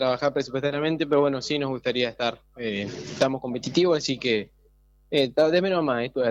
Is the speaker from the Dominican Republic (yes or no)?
no; Santa Cruz, Argentina